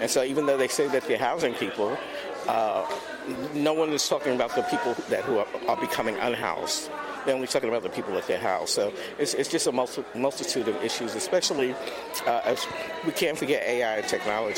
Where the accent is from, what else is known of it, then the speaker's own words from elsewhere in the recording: New York, United States; now in California, United States; Well, look, I'm from New York, right? But I'm living here in California.